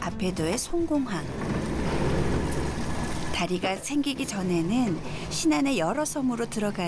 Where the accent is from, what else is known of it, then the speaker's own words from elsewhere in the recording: Mokpo, South Jeolla, South Korea; 제 고향이 목포니까요.